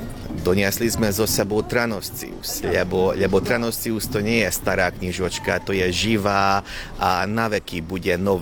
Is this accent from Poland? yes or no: no; Békéscsaba, Békés, Hungary; sme pyšní a hrdí čabianskí Slováci